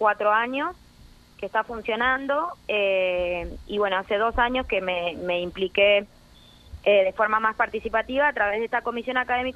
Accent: Argentina

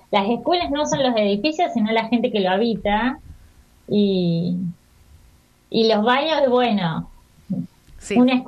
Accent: Pehuajó, Buenos Aires Province, Argentina; moved away as an adult; now in Buenos Aires, Argentina; yo soy de Pehuajó

